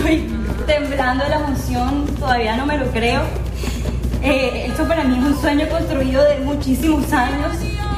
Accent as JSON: {"language": "Spanish", "town": "Barranquilla", "region": "Atlántico", "country": "Colombia", "said": "nos representa a nosotros como barranquilleros, como colombianos"}